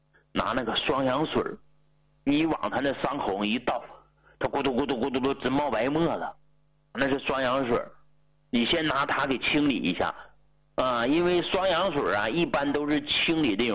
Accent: Shenyang, Liaoning, China; 我是沈阳人，啊，我跟老伴儿俺俩下乡，直到退休后才回到的沈阳。

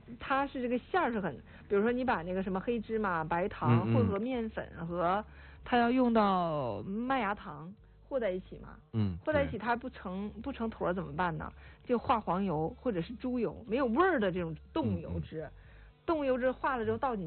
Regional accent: northern China, China; 他们南方酸菜跟咱们北方腌的东西不一样，咱们腌的是大白菜

